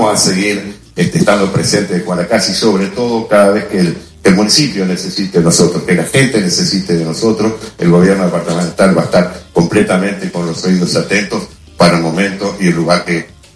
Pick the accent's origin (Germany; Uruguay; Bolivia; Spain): Uruguay; Carmelo, Colonia; como también está muy cerquita de mi pueblo de Carmelo, y me consta la capacidad que tiene.